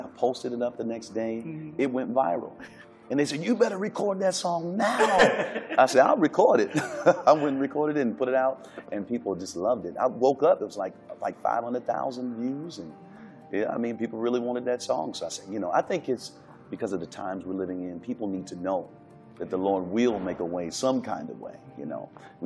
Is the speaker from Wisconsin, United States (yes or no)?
no; Detroit, Michigan, United States; I'm from Detroit